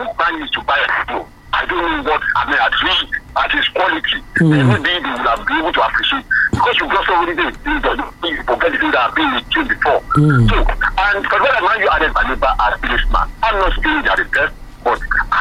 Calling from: Ashupa, Oyo, Nigeria; This we are calling from Ashupa.

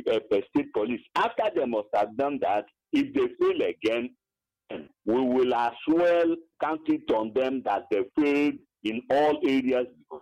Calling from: Enugu State, Nigeria; I'm calling from Banikenugu.

